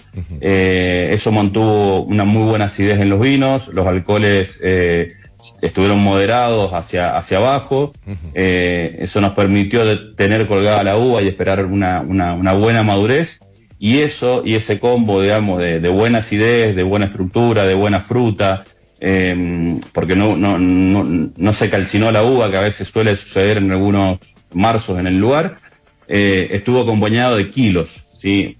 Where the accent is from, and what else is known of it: Mendoza, Argentina